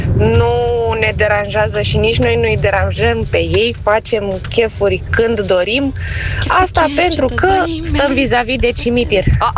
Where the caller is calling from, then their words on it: Craiova, Dolj, Romania; sunt din Craiova, vă ascult. Noi stăm la țară